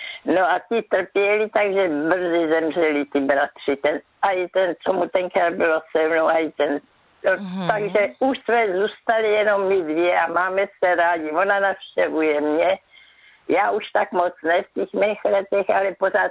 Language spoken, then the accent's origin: Czech; Brno, South Moravian Region, Czechia; Klidně, já jsem byla z Brna